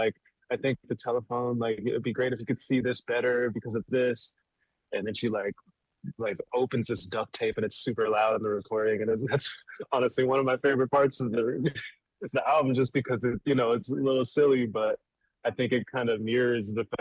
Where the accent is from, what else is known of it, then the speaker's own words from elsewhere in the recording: Maryland, United States; now in Brooklyn, United States; I'm from Maryland near DC